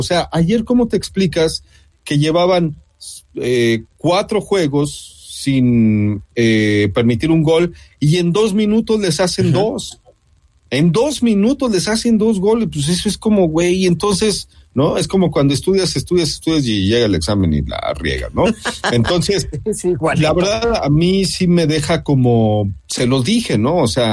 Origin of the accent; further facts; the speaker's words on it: Mexico; La verdad es que ustedes saben que yo soy un mal mexicano, ¿no? Soy mal mexicano, no me gustan los esquites